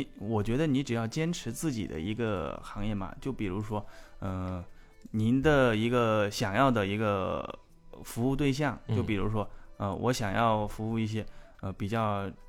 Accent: Jiujiang, Jiangxi, China; 我们是江西九江的。

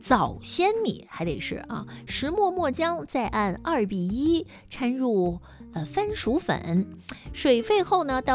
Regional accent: Shandong, China; 我们山东人

